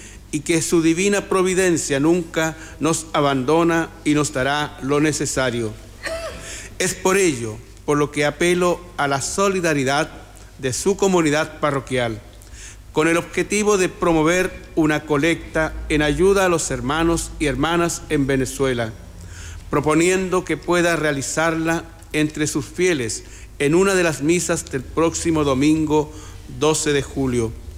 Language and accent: Spanish; Chile; Como chilenos, conocemos todo el daño que causan estos desastres naturales